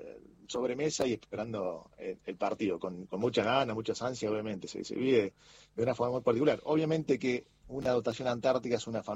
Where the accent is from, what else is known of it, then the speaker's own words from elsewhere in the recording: Argentina; Obviamente, como todos, somos argentinos y cada uno con su cábala, como todo, ¿viste?